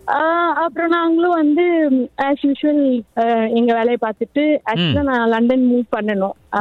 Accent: Puducherry, India; moved away; என்னோட சொந்த ஊர் பாண்டிச்சேரி, புதுச்சேரி சொல்லுவாங்க.

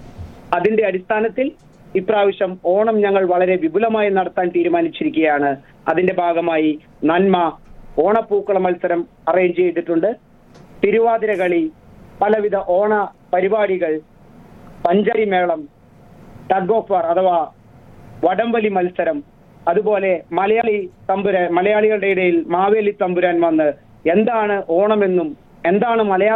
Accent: Kerala, India; ഞാൻ എറണാകുളം ജില്ലയിൽ നിന്നാണ് ഇവിടേക്ക് വന്നത്.

